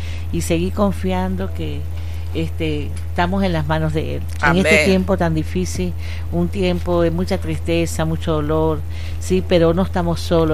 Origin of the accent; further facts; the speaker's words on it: Venezuela; Para podernos levantarnos como venezolanos, para levantarnos porque somos hermanos.